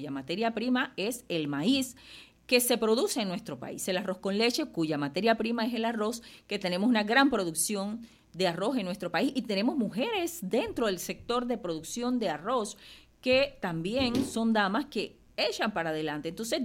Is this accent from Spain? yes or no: no; Panama